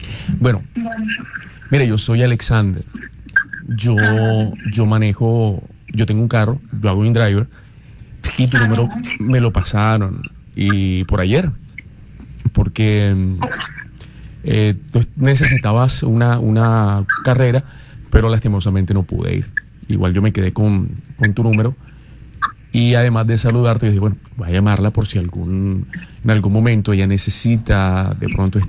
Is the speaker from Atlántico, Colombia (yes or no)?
yes; Barranquilla, Atlántico, Colombia; Yo soy de aquí de Barranquilla.